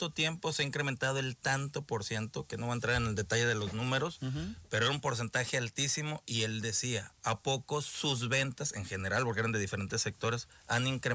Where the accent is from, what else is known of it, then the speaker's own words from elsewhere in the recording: Tampico, Tamaulipas, Mexico; Yo crecí en Tampico.